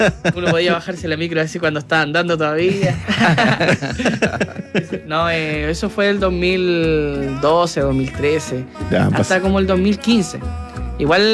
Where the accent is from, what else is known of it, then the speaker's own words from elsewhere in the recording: Santiago, Santiago Metropolitan Region, Chile; born there; que es una canción que habla de nuestro barrio, del barrio donde yo nací.